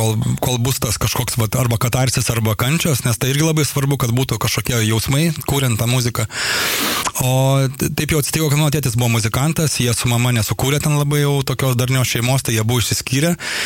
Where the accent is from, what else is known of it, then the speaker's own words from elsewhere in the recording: Siesikai, Vilnius County, Lithuania; now in Utena, Lithuania; aš iš Siesikų, aš visą laiką tik tai, kad šalia, kad suprastų žmonės, tai iš Siesikų, nes aš Siesikos jau baigiau gimnaziją, ten aš ne iš Ukmergės, nes visą laiką irgi daug kas sako, o, Ukmergiškis, nu, sakau, aš ten šalia 20 km.